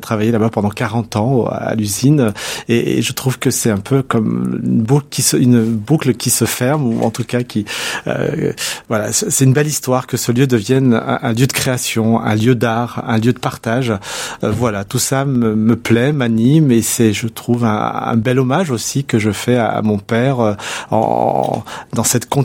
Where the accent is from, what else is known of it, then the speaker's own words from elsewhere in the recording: Saint-Priest, Auvergne-Rhône-Alpes, France; also born or lived in Lyon; j'ai jamais voulu couper le cordon avec la ville qui m'a vu grandir. D'ailleurs, je vis toujours à Saint-Priest. Effectivement, je suis né à Lyon, mais j'ai toujours vécu à Saint-Priest. Donc, je connais ses rues, ses habitants.